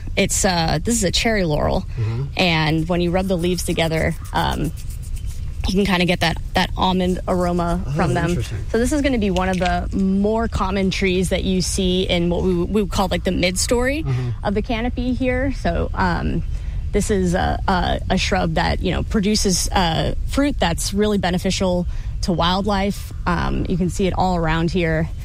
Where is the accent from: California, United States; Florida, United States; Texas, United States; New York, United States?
Texas, United States; Kingwood; Well, so I grew up not far from here at all. I grew up in Kingwood.